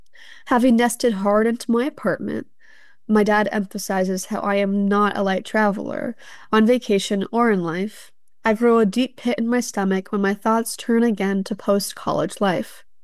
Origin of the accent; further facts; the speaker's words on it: Arizona, United States; Those few things are my claims to fame as a born and raised Southwesterner, and I'm from Arizona, not even New Mexico.